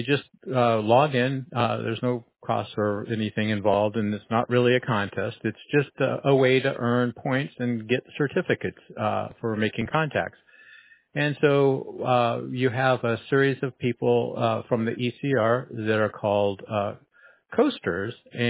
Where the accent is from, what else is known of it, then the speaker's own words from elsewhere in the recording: Oregon, United States; moved away as an adult; also born or lived in Houston; now in New York, United States; I'm from Oregon, born, raised there, worked there for, a good 30, 40 years, and then moved to Houston, and then from Houston to New York.